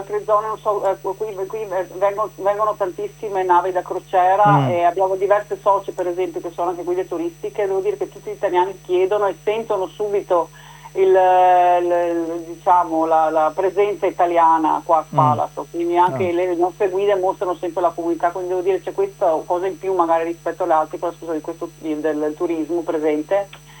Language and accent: Italian; Venice, Veneto, Italy; born there; accent: Venetian